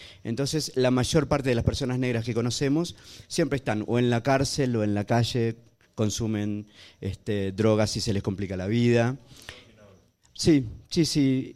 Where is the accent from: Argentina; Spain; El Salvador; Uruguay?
Uruguay; Sí, las radios locas en Uruguay. Yo vengo de Uruguay